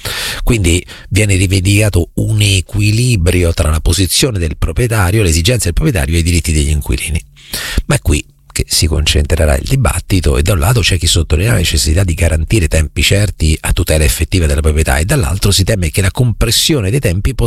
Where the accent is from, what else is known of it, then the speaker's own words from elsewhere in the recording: Marche, Italy; Dalle mie parti si dice: se vuoi ladri vai a Loreto, se vuoi malfidati vai a Recanati.